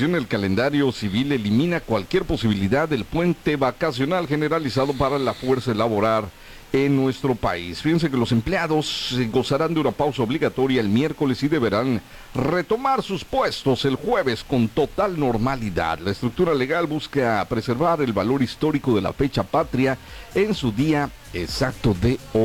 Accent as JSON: {"language": "Spanish", "country": "Mexico", "said": "Porque somos mexicanos"}